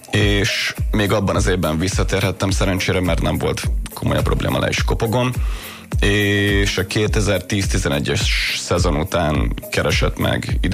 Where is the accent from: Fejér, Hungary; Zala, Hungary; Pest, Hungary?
Fejér, Hungary; Dunaújváros; Dunajavárosban rengeteget, az utánpótlás éveimet is számolva.